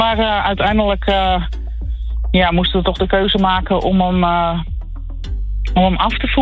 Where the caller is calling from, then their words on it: North Holland, Netherlands; we komen uit Noord-Holland vandaan.